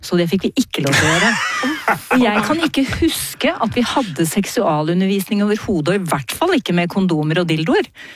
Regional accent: Jæren, Rogaland, Norway; Jeg vokste opp på Sørvestlandet, på Jæren.

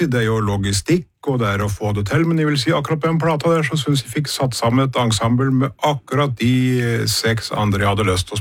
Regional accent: Modum, Buskerud, Norway; Du kan si at jeg kom fra Modum, og det kommer derfra, og når jeg vokste opp så var nok trekspill absolutt det nærmeste instrumentet for meg.

